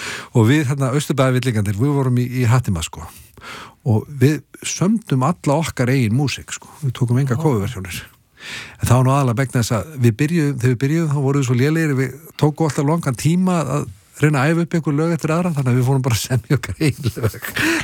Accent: Kópavogur, Capital Region, Iceland; also born or lived in Long Island, New York, United States; Já, já, ég elst upp í Kópavogur. Sko.

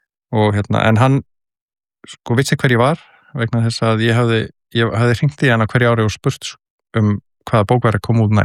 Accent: Kópavogur, Capital Region, Iceland; also born or lived in Reykjavík; Ég er alinn upp í Kópavogi til 13 ára aldurs í Hjallakverfinu og ég fætti svona reyndar í Reykjavík en ég man ekkert eftir því hérna fyrstu árunum en ég man bara eftir upphildi í Kópavogi

